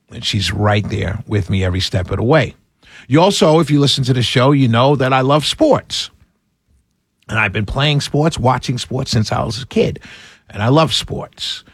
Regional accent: New York City, New York, United States; I remember running from Bronx River, having to run to the train station. Growing up in New York City, it was all good.

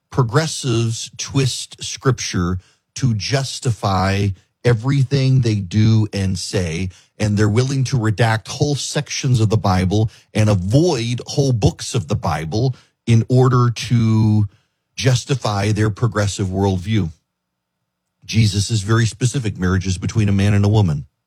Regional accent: Dubai, United Arab Emirates; When I was a kid growing up in Dubai, we would get invited to public executions. It's a very third world thing.

